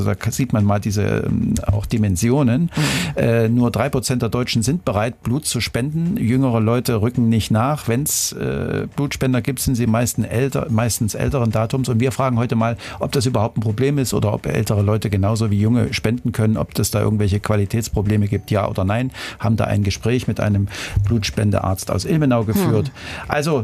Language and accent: German; Curaçao; Ja, ich bin sauer. Curaçaoer.